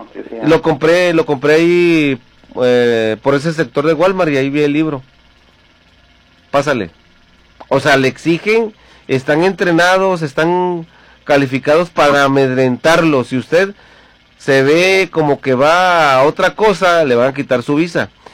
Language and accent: Spanish; Ciudad Juárez, Chihuahua, Mexico; Vivimos en Juárez y sabemos cómo está el asunto